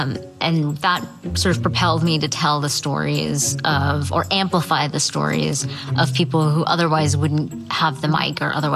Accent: New Orleans, Louisiana, United States; born there; now in Houston, United States

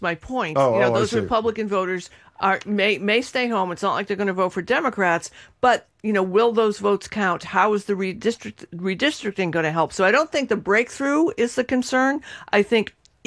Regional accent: Revere, Massachusetts, United States; growing up in Revere, and because we were next to the train tracks and there were all this Massport, occasionally we would get money to upgrade our little shack that we lived

